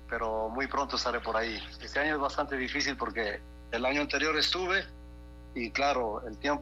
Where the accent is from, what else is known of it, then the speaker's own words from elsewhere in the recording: Latacunga, Cotopaxi, Ecuador; moved away; bienvenido a José Juan Hualta, aunque yo no esté ahí, pero soy nativo propio de ahí.